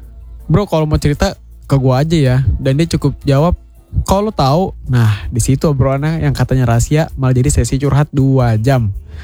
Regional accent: Java, Indonesia; Tapi kata orang Jawa, secara kita orang Jawa ya.

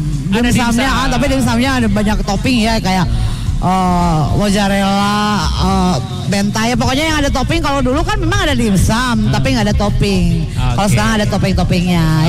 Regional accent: Bogor, West Java, Indonesia; Dari Bogor. Lagi liburan soalnya liburan sekolah juga sih ya.

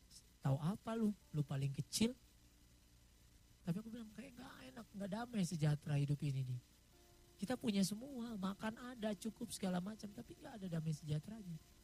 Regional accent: East Java, Indonesia; also born or lived in Makassar; tahun 2002 kami pindah ke Surabaya. Karena saya sebenarnya besar di Jawa Timur.

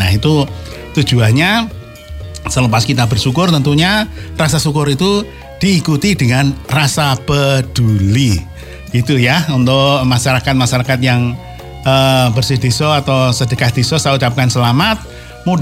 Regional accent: Purworejo, Central Java, Indonesia; di tempat saya, di kampung saya, di Purworejo

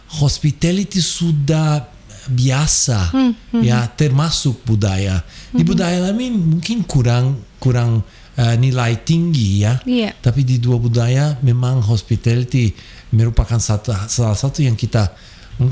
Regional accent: Brazil; now in Bandung, Indonesia; Dan saya orang Brazil

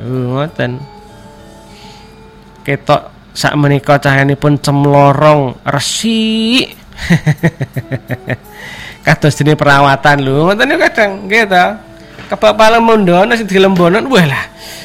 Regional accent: Java, Indonesia; Nek kula tiyang Jawa ki remene basa Jawa nge.

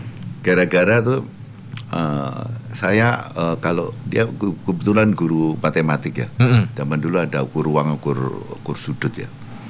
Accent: Java, Indonesia; accent: Javanese; Saya dari dulu kan gini-gini aja.

